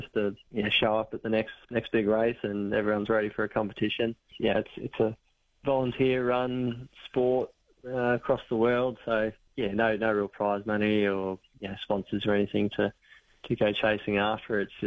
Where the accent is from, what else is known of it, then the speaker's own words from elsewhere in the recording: Cairns, Queensland, Australia; I grew up in Cairns and spent my childhood running up creek beds and through the bush